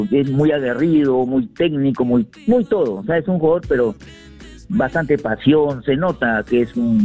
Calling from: Lima, Peru

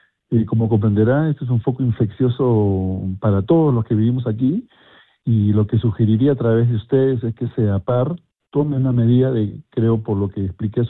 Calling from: Arequipa, Peru; lo llamo de la ciudad de Arequipa, específicamente el cercado de Arequipa.

